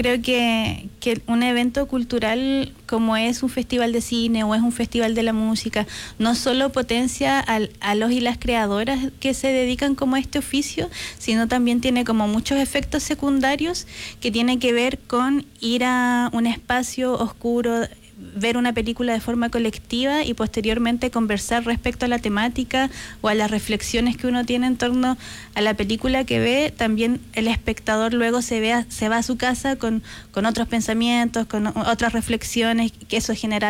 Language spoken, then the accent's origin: Spanish; Puyuhuapi, Aysén, Chile; also born or lived in Valparaíso; en Puyuhuapi, que es de donde soy oriunda, de Lago Verde